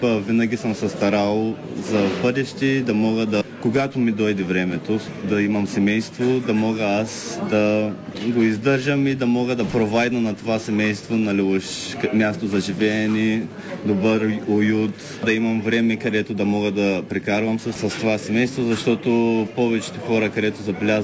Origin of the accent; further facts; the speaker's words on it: Sliven, Sliven Province, Bulgaria; first language Bulgarian; moved away as an adult; Сливен е моя роден град. Аз без Сливен не бих съществувал.